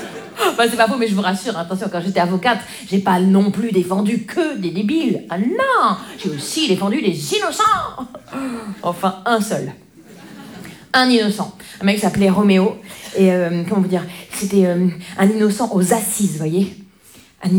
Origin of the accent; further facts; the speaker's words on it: Grand Est, France; Vous savez, moi je viens des Vosges.